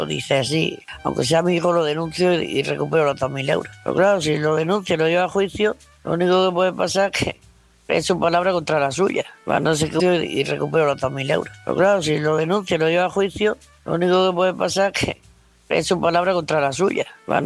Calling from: Murcia, Region of Murcia, Spain; de Murcia

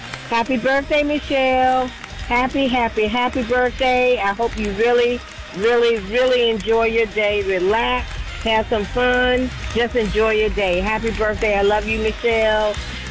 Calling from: Virginia, United States; I'm calling from Virginia.

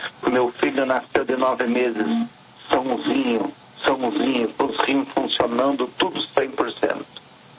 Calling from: Araquari, Santa Catarina, Brazil; Eu falo de Araquari, Santa Catarina.

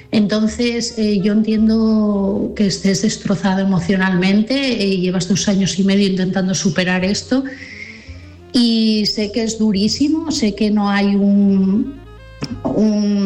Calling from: Asturias, Spain; de Asturias

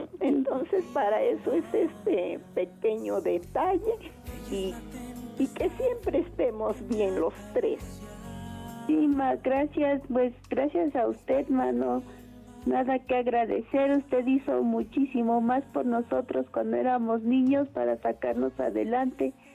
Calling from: Naucalpan, State of Mexico, Mexico; Igual aquí en Naucalpan, Estado de México.

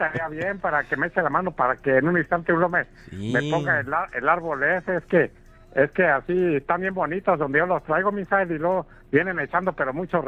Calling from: Juan Aldama, Mexico

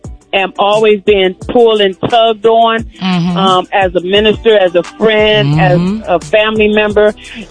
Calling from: Maryland, United States; I'm calling from Maryland.

